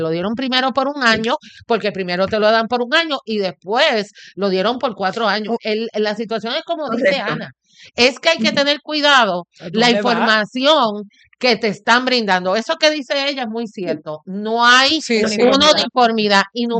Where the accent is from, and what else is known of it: Puerto Rico